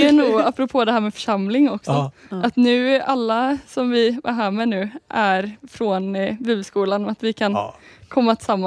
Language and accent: Swedish; Jörlanda, Västra Götaland County, Sweden; jag kommer från norr om Kungälv, norr om Göteborg.